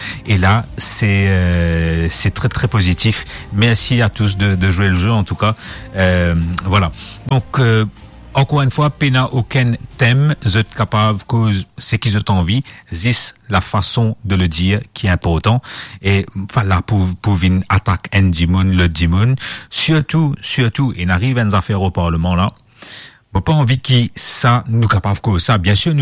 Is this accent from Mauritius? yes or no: yes; Mauritius; En tant que Mauricien, tout le temps Modiali, et tout le temps Modiali à ban étranger